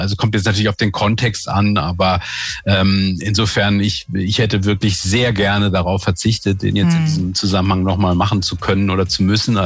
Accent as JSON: {"language": "German", "town": "Freiburg", "region": "Baden-Württemberg", "country": "Germany", "tie": "born or raised there", "said": "Genau, ich wohne jetzt wieder in meiner alten Heimat und mir geht's sehr gut."}